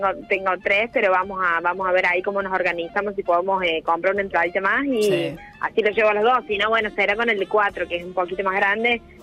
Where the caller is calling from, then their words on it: Salsipuedes, Córdoba, Argentina; yo vivo en Sal si Puede